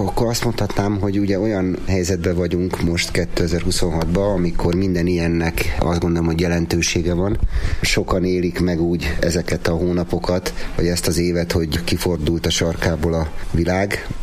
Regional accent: Budapest, Hungary; jó magam, a feleségemmel, a családom, hogy a budapestiek vagyunk. 10 éve kezdtünk itt vállalkozásba, Badacsonyba, panzió és borászat. Mondanám azt, hogy ilyen második otthonunk lett Badacsony.

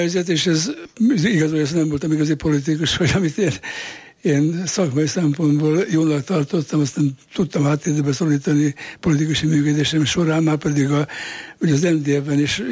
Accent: Budapest, Hungary; also born or lived in Cluj-Napoca, Romania; Úgy kerültünk Budafokra, hogy ugye, apám székely és Kolozsváron végezte egyetemet, hogy anyám is Kolozsváron végezte a szociális főiskolát, és ő viszont budafoki volt, egy budafoki sváb családnak a sarja

